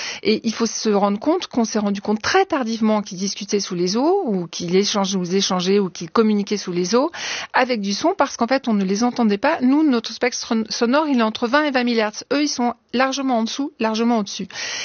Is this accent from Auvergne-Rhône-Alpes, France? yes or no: no; Corsica, France; Alors, il faut savoir … je suis corse, donc j'ai toujours vécu un pied sur terre et une palme dans l'eau.